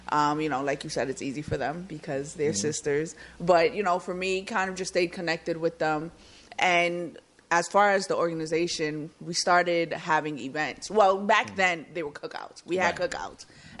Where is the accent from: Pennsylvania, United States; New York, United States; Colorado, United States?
New York, United States; Bronx; We're originally from the Bronx, born and raised.